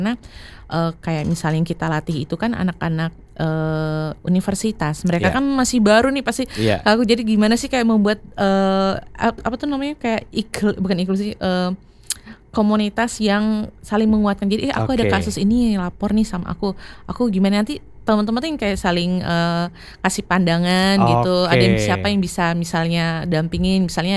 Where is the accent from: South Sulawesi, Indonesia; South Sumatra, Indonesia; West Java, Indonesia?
South Sumatra, Indonesia; Palembang; moved away; Betul, karena aku orang Palembang gitu kan. Karena aku pindah.